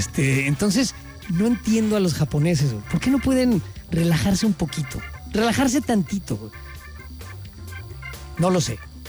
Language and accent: Spanish; Mexico; ¿Somos felices los mexicanos en el sexo?